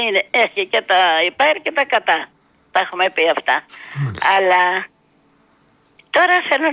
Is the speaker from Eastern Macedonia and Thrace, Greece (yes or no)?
no; Corinth, Peloponnese, Greece; born there; now in Athens, Greece; Ωραία χρόνια και εκεί στην επαρχία, στην Κόρινθο. Λοιπόν. Έζησα, μετά ήρθα στην Αθήνα.